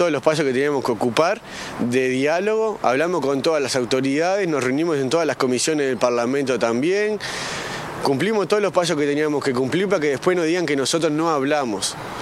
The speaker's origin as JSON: {"language": "Spanish", "country": "Uruguay", "said": "nosotros como uruguayos"}